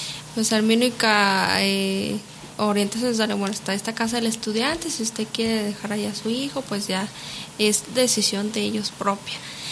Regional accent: Durango, Mexico; hablantes y profesionistas que somos aquí de Durango

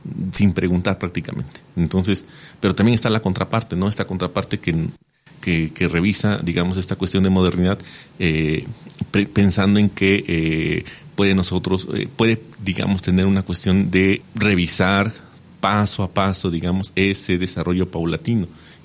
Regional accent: Puebla, Mexico; soy nahua. Y cuando le dije que era yo precisamente del Valle Agrícola de una comunidad nahua en Puebla, se le iluminaron los ojos

